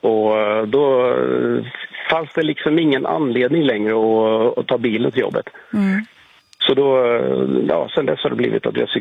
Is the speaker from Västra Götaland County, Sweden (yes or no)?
yes; Västra Götaland County, Sweden